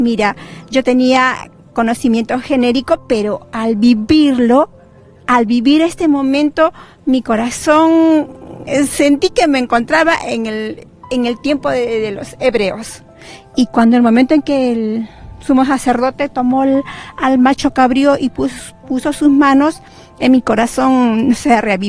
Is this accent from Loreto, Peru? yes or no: no; Tacna, Peru; Yo vengo desde Tacna, Perú, para participar de esta experiencia